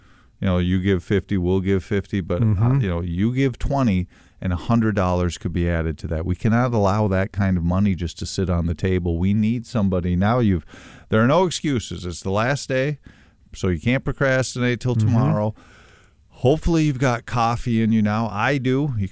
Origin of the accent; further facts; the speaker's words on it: England, United Kingdom; I'm an English guy, not great with math, so you can call in and make fun of my mathematical skills.